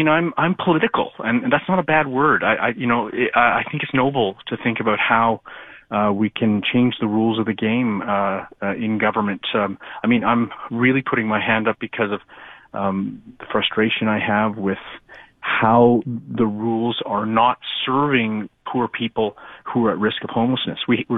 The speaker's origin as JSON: {"language": "English", "town": "Beaconsfield", "region": "Quebec", "country": "Canada", "tie": "born or raised there", "also_born_or_lived": "LaSalle / Verdun", "said": "I'm a West End kid. I'm from Beaconsfield via LaSalle and Verdun"}